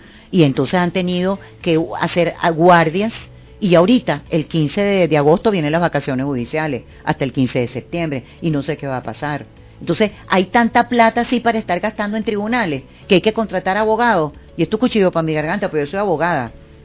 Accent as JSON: {"language": "Spanish", "country": "Venezuela", "said": "Todos somos Venezuela"}